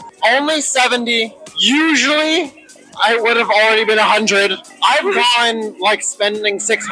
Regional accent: Galesburg, Illinois, United States; Galesburg

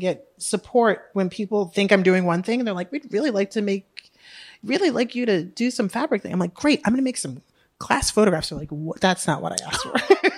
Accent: New York, United States; I grew up in Harlem, but I went to private school on the Upper East Side, right?

